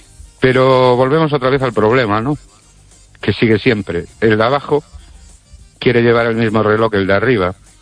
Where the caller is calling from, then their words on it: Ourense, Galicia, Spain; soy … de Orense